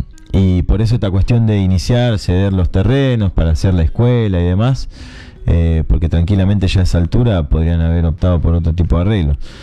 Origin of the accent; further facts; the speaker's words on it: Acebal, Santa Fe, Argentina; la fundación de mi pueblo, de Aceval.